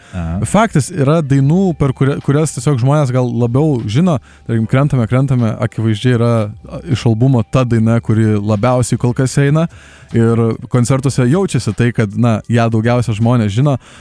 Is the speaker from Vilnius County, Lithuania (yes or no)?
no; Klaipėda, Klaipėda County, Lithuania; also born or lived in Kaunas; Ne gimtinė, bet ten mano hometown, aš ten užaugau, nesiskaito, kad aš ten, aš gimiau šiaip Kaune, bet aš Kaune, nu, ten nutukus 2-3 kažkiek, aš neatsimenu, kad aš būčiau Kaune, tai Klaipėda yra tikrai mano širdis ir aš esu klaipėdėtis.